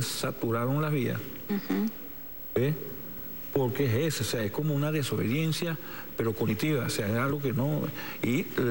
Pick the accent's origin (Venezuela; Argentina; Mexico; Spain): Venezuela